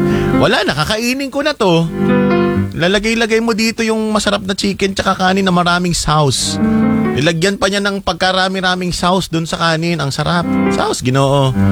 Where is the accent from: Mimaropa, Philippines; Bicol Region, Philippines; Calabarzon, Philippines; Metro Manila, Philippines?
Calabarzon, Philippines; Quezon; Taga-Quezon kasi kami.